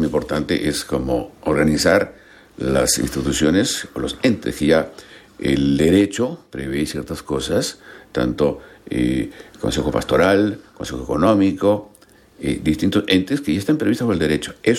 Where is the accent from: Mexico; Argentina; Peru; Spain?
Peru; La verdad, yo hablo el eco que se siente pues ahí en por lo menos en mi país.